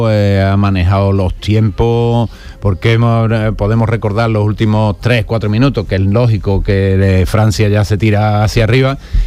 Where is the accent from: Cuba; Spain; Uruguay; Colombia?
Spain; somos españoles.